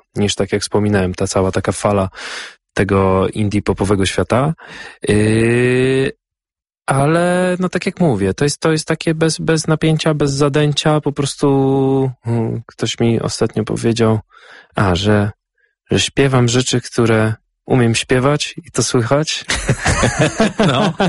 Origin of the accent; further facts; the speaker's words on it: Skierniewice, Łódź Voivodeship, Poland; born there; urodziłem się w Skierniewicach i po prostu to wystarczy. Nie muszę się urodzić w Warszawie, żeby robić karierę.